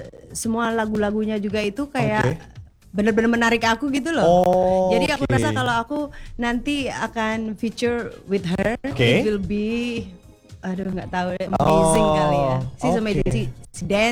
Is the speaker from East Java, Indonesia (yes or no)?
yes; Batu, East Java, Indonesia; moved away; keluarga aku juga semuanya di kampung halaman aku di Batu.